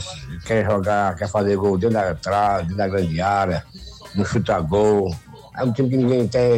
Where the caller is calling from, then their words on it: Pacajus, Ceará, Brazil; Eu tô do Ceará. Eu sou aqui de Pacaju, eu tô do Ceará.